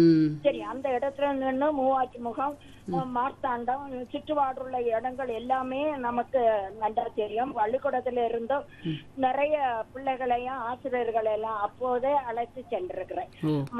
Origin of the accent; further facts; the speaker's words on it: Chitharal, Tamil Nadu, India; சிதறால் என்னுள்ள இடத்திலே நான் பிறந்து வளர்ந்தவள்.